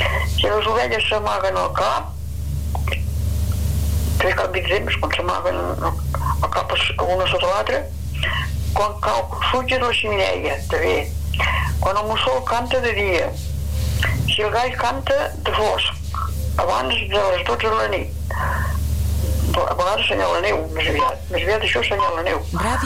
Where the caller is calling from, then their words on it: Santa Pau, Catalonia, Spain; de Santa Pau